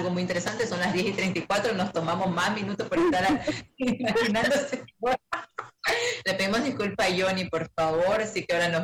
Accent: Ecuador; Soy una ecuatoriana sufrida, sí.

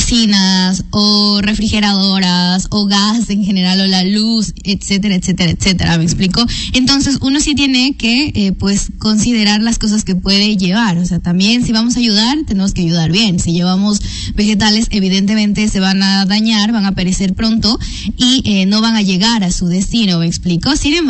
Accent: Ecuador; como ecuatorianos y ecuatorianas

